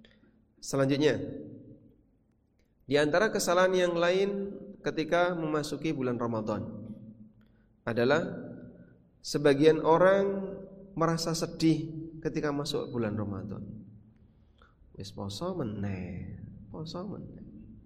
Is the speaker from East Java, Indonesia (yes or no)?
yes; Lamongan, East Java, Indonesia; moved away as an adult; now in Yogyakarta, Indonesia; Saya yang aslinya dari Lamongan sampai SMA lulus